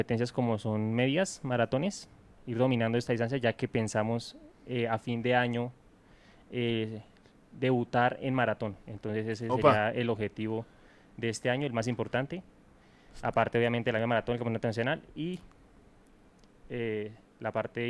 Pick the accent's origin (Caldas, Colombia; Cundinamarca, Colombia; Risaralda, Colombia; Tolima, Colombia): Cundinamarca, Colombia; La Calera; also born or lived in Chía; yo nací en Chía, pero me crié en La Calera, Cundinamarca.